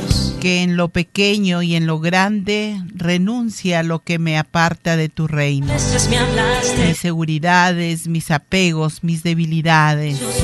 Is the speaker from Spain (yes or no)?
no; Peru; como buenos peruanos y peruanas